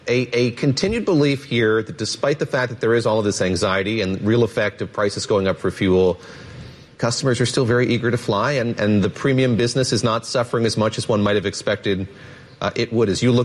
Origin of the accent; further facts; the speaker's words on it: North Carolina, United States; Oh, yes. I grew up in North Carolina, the great state of North Carolina.